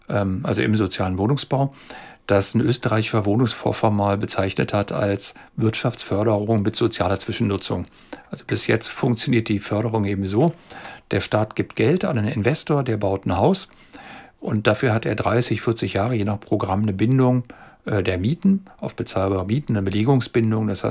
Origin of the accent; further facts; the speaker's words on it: Berlin, Germany; Also ich bin ja wirklich in Berlin aufgewachsen, ist meine Heimat.